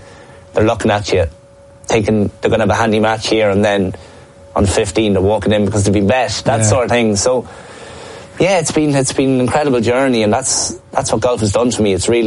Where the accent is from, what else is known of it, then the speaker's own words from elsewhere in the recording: Dundalk, Leinster, Ireland; I'm from Dundalk. I'm from Loud Village. Okay. It's a very, very small community. And it's an extremely supportive village.